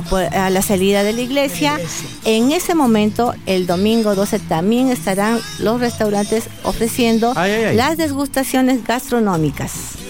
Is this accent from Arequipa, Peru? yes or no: yes; Arequipa, Peru; now in Calama, Chile; yo soy natural de la ciudad de Arequipa, nacida allá.